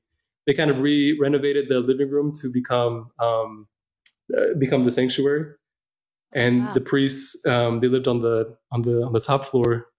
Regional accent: United States; born there; first language Amharic; English is a second language; also born or lived in San Diego, California / Las Vegas, Nevada; When we were growing up in San Diego

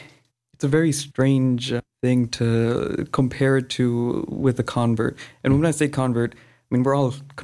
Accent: Philadelphia, Pennsylvania, United States; Philadelphia.

